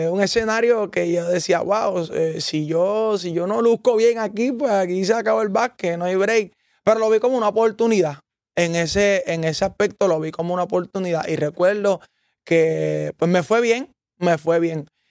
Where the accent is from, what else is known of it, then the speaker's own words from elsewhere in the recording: Ponce, Puerto Rico; yo soy de Ponce, pero mi equipo antes era los Capitanes de Arecibo.